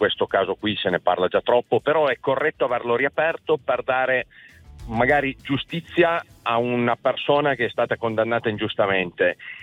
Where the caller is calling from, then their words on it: San Martino Canavese, Piedmont, Italy; Sono di un piccolo paesino della provincia di Torino, San Martino Canavese.